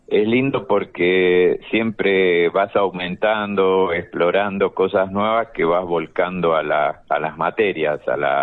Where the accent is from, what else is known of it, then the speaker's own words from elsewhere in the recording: La Plata, Buenos Aires Province, Argentina; born there; now in Oberá, Argentina; nací yo allá en La Plata